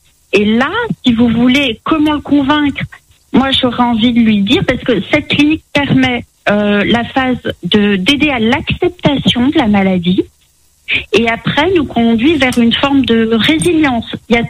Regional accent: Reims, Grand Est, France; Moi, je suis de Reims.

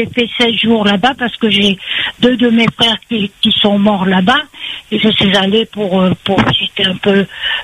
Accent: Madagascar; also born or lived in Toamasina; now in Le Tampon, Réunion; moi, j'ai grandi à Madagascar, mais dans l'époque des Français, bien entendu.

